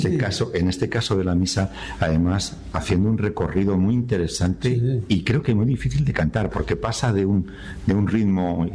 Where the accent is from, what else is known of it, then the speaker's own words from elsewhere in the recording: Madrid, Community of Madrid, Spain; born there; Y yo nací en Madrid. Y en Madrid, cuando yo tenía 8 o 9 años